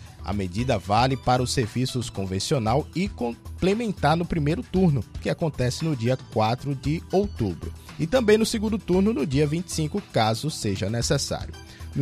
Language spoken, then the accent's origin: Portuguese; Rio Largo, Alagoas, Brazil; now in Maceió, Brazil; minha terra natal, que é o Tinga Leão. Muitas pessoas que saem de Maceió, daqui do centro, do Farol, para poder votar lá na Utinga, que é um bairro lá do município de Rio Largo.